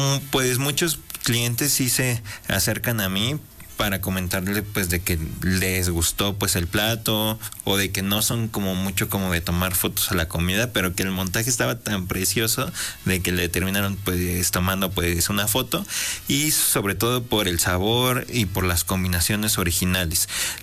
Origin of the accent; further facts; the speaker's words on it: Mexico; Hasta el momento soy el único mexicano que lo ha podido ganar.